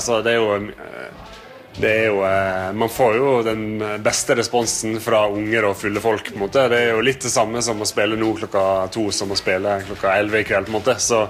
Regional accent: Western Norway, Norway; så jeg er vestlending, så jeg er vant til litt vær og regn og vind

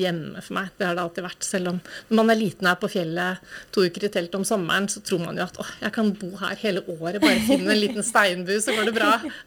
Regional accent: Kolbotn, Akershus, Norway; also born or lived in Oslo; da jeg var 4, så flyttet vi til Kolbotten, som ligger 2 mil utenfor Oslo. Det var bygda da, altså. Mm. Det var et lite byggefelt, og det var masse skog, og det var vann. Og jeg tror nok at oppveksten der var litt sånn som mange har her.

